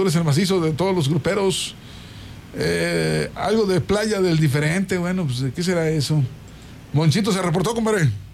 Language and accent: Spanish; Mexico; Como buenos mexicanos tenemos que apoyar a nuestra selección.